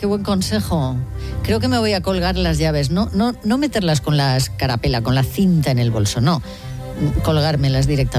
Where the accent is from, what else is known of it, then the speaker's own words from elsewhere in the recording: Cervera, Catalonia, Spain; que le vamos a empezar en Cervera, en Lleida, que es mi pueblo, y no voy a tener que llevar maleta, porque en casa de mi madre siempre hay cosas.